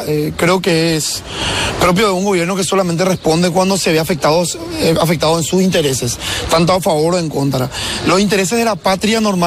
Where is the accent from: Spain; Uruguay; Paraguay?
Paraguay; históricamente Brasil nos debe mucho como paraguayos, como historia de Paraguay.